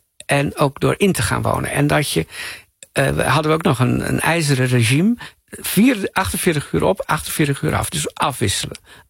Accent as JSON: {"language": "Dutch", "town": "Assen", "region": "Drenthe", "country": "Netherlands", "tie": "born or raised there", "said": "We woonden aan de rand van Assen, provinciestadje. Maar in ieder geval, meteen stroomde al landschap Trentse A. En daar was ik niet weg te slaan."}